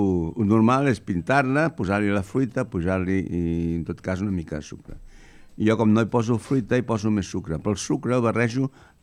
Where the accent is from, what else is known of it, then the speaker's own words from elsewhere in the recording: Barcelona, Catalonia, Spain; Allò era Horta, soc d'Horta.